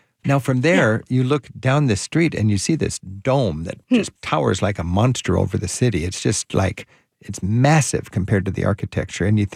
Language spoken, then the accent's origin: English; Florence, Tuscany, Italy; its sister in Florence, in my hometown, the Duomo Brunelleschi.